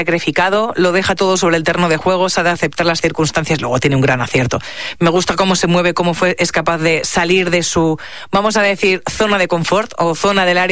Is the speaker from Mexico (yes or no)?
no; Spain